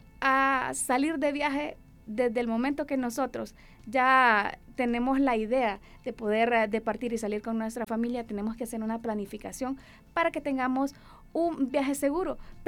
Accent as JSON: {"language": "Spanish", "country": "Honduras", "said": "como ciudadanos, como hondureños"}